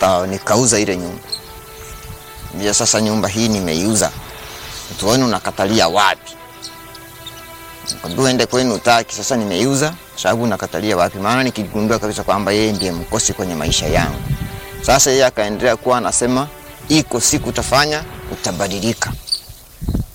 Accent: Tanzania; Sasa nilitoka hapa Tanzania nikaenda Nairobi. Fika pale Nairobi nikaenda kufanya kazi zangu.

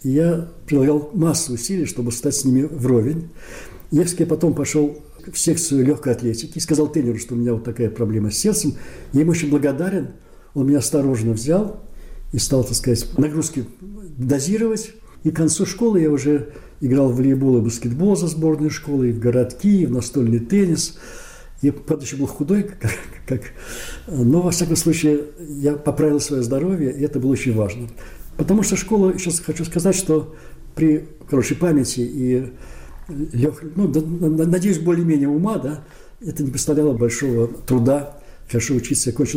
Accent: Saint Petersburg, Russia; born there; блокаду мы пережили всей семьей в Ленинграде.

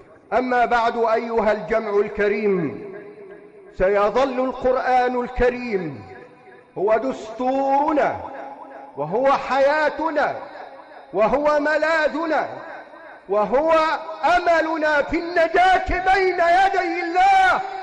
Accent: Egypt; اللهم اجعل بلدنا مصر بلد أمن وأمان

